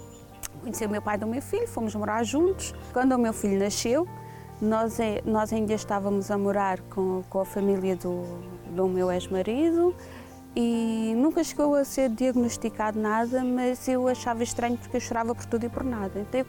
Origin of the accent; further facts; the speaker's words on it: Ribeira Brava, Madeira, Portugal; moved away as an adult; Eu nasci e cresci na Ribeira Brava, na Ilha da Madeira.